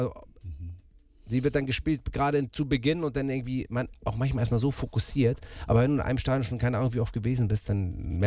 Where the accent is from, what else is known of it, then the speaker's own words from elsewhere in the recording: Hamburg, Germany; Ich bin Hamburger, genau.